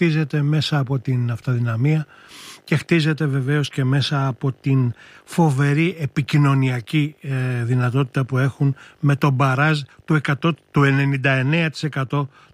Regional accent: Naxos, South Aegean, Greece; εγώ που είμαι, ναι, από την Άξο.

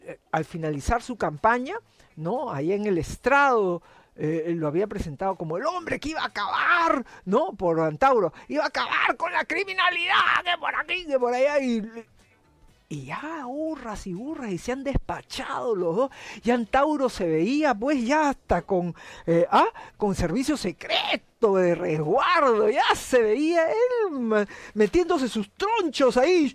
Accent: Peru; porque soy patriota, porque soy peruano, porque soy de las entrañas del Perú.

